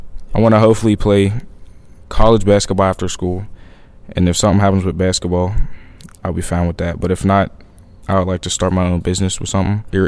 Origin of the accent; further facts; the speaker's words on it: Pittsburgh, Pennsylvania, United States; I'm 16. I go to Holy Family. I was born in Pittsburgh on the north side. The neighborhood I grew up in, it's on the north side. It's crowded, but it's safe.